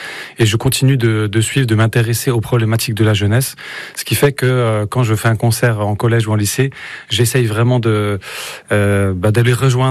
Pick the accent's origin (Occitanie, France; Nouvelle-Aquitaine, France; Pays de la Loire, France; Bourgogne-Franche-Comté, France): Bourgogne-Franche-Comté, France; Bethoncourt; moi j'ai grandi à Bethoncourt, pas très loin d'ici, donc j'étais un enfant des quartiers